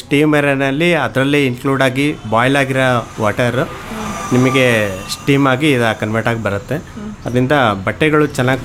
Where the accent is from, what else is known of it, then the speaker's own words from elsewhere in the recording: Shivamogga, Karnataka, India; ನಾನು ಶಿವಮೊಗ್ಗದಲ್ಲಿ ಬೇಸಿಕಲಿ ಶಿವಮೊಗ್ಗದಲ್ಲಿ ನಾನು ಪ್ರೈವೇಟ್ ಇನ್ಸ್ಟಿಟ್ಯೂಷನಲ್ಲಿ ವರ್ಕ್ ಮಾಡ್ತಾ ಇದ್ದೆ 15 ಇಯರ್ಸಿಂದ.